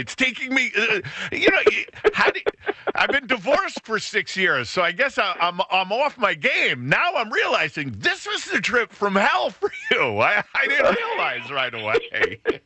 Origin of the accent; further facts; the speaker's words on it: New England, United States; But I spent my summers in Rhode Island as the New Englander, that I am.